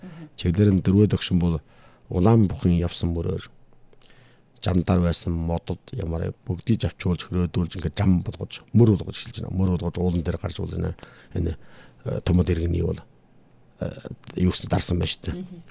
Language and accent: Mongolian; Inner Mongolia, China